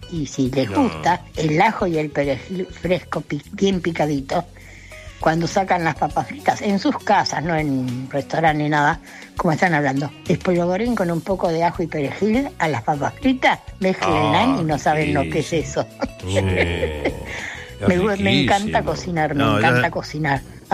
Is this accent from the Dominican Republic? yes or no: no; Lanús, Buenos Aires Province, Argentina; de Lanús Oeste, tengo 85 años.